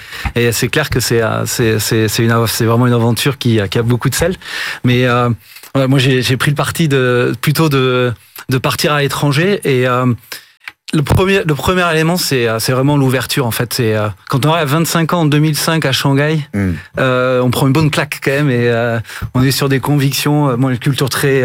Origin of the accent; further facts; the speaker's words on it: Toulouse, Occitanie, France; Alors, je suis de Toulouse.